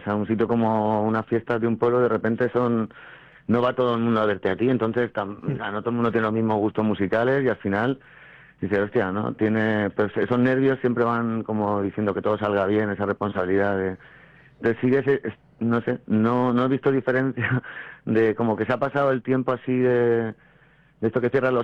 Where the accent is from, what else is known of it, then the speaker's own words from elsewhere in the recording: Elche, Valencian Community, Spain; yo soy muy de haber vivido esa fiesta de mi pueblo, ¿no? Yo soy una pedanía en Matola.